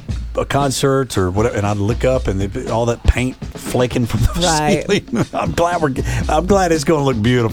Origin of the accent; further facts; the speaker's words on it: Chattanooga, Tennessee, United States; Born and raised in Chattanooga.